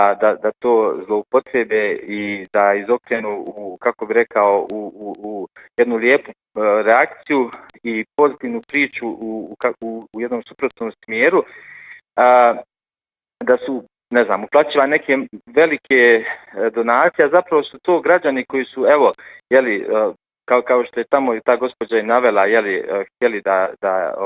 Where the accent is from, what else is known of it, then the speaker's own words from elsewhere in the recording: Sarajevo, Federation of Bosnia and Herzegovina, Bosnia & Herzegovina; also born or lived in Croatia; I ja sam ponosan, evo isto vam mogu reći, kao Sarajlija, kao onaj kome je Bog darovao ovaj grad